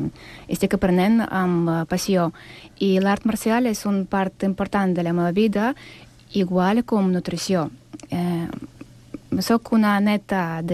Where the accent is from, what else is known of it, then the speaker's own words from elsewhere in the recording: Sant Cugat del Vallès, Catalonia, Spain; Soc de Sant Cugat, però a cada setmana vaig a Vilafranca de Penedès perquè els senseis són meravellosos.